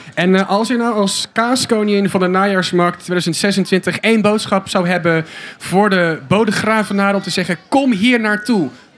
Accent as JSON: {"language": "Dutch", "town": "Gouda", "region": "South Holland", "country": "Netherlands", "tie": "born there", "said": "ik ben geboren in Gouda."}